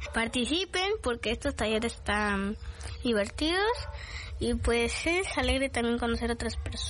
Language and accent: Spanish; Ocotla, Puebla, Mexico; vengo de la comunidad de Ocotla.